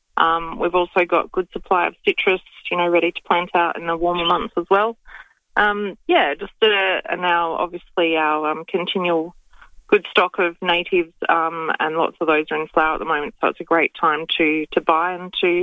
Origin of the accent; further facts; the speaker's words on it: Victoria, Australia; I'm originally from Western Victoria, so there you go.